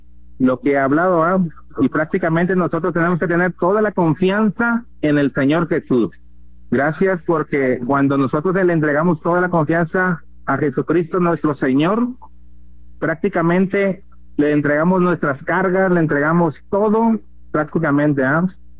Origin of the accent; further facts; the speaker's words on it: Colima, Mexico; venimos desde México, del estado de Colima, Manzanillo, venimos de varios lugares de ahí del estado de Colima.